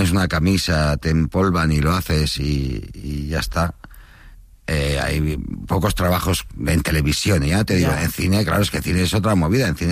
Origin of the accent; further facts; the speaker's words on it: Barcelona, Catalonia, Spain; born there; also born or lived in Aragon; Piensa que yo no nací en Zaragoza, yo nací en Barcelona y siendo no nacido en Aragón me hice muy aragonés desde que pisé esa tierra